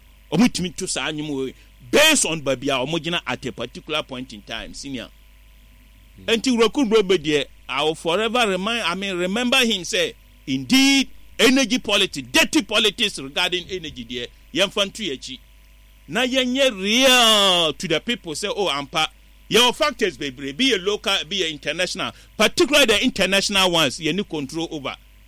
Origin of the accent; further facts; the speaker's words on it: Ghana; I'm more Ghanaian I'm a Musliman average Ghanaian including myself